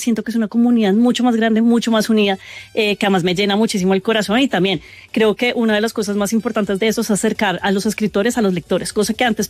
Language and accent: Spanish; Bogotá, Bogotá D.C., Colombia; todos como rolos